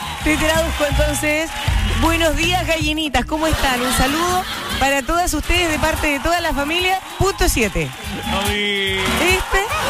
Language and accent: Spanish; Curacaví, Santiago Metropolitan Region, Chile; born there; ella es de mi pueblo, de Curacaví.